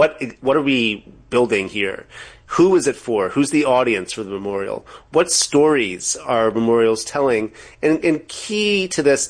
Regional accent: United States; I mean, I'm American. I'm very patriotic.

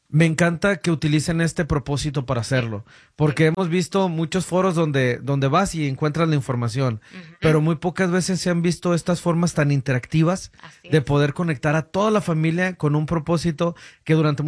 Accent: Guanajuato, Mexico; moved away; yo soy de Guanajuato.

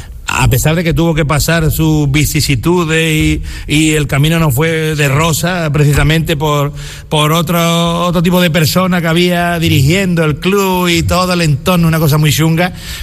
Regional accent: Jerez, Andalusia, Spain; Ahora en Jerez hay dos equipos, hay una paranoia muy gorda, que me han echado del fútbol en mi tierra.

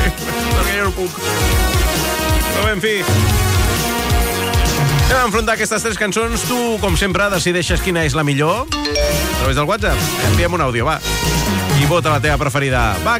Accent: Catalonia, Spain; Traiem pit, que som catalans, home.

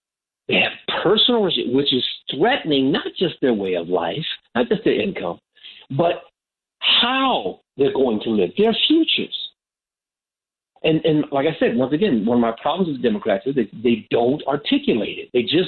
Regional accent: California, United States; I am from California. I'm a black liberal. I am from California.

